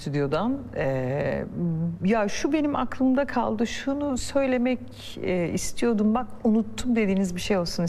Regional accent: Istanbul, Turkey; Ben Bakırköylüyüm. Doğma büyüme.

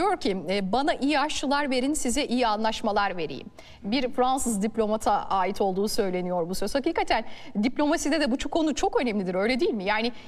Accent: Erzincan, Turkey; ben de Erzincanlıyım, benim yöremi de unutmamışsınız efendim

